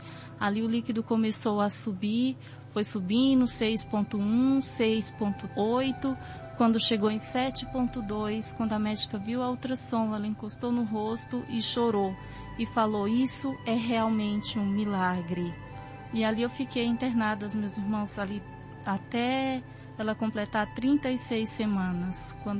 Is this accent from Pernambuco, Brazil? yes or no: no; São Bernardo do Campo, São Paulo, Brazil; eu venho da Vila São Pedro, em São Bernardo do Campo.